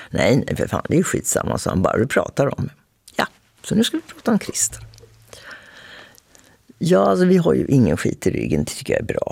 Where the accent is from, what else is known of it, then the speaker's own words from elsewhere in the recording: Linköping, Östergötland, Sweden; now in Stockholm, Sweden; Och så är vi båda från Bomvirsland, vi är lantisar alltså. Jag är från Linköping, han från Grisslehamn. Och har båda begett oss till Stockholm för att överleva.